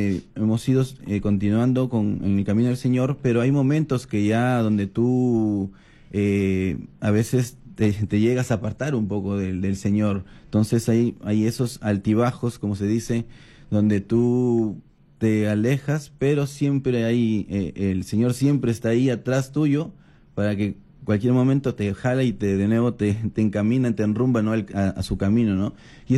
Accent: Chiclayo, Lambayeque, Peru; moved away; somos de Chiclayo, somos chiclayanos, sí, del norte.

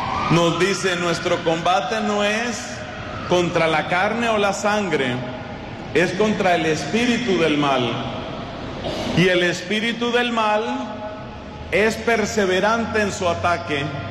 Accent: Colombia; En mi país, para desgracia de los colombianos

